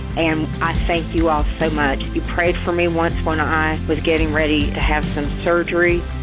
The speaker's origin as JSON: {"language": "English", "town": "Princeton", "region": "West Virginia", "country": "United States", "said": "I'm from Princeton, West Virginia."}